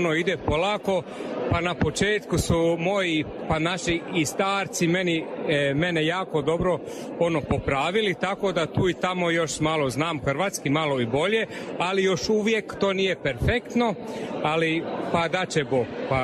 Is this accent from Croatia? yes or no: no; Munich, Bavaria, Germany; born there; Croatian is a second language; rođen sam gore u Njemačkoj, u Minhen